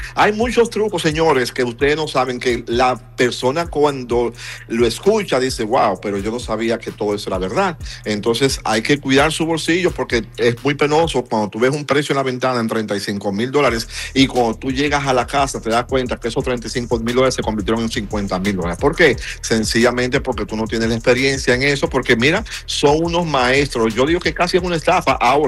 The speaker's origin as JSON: {"language": "Spanish", "country": "Dominican Republic", "lives_now": "United States", "said": "yo soy de la República Dominicana, acabo de firmar una alianza, señores, con un banco que mira que eso va a ser para los dominicanos que vivimos aquí en los Estados Unidos"}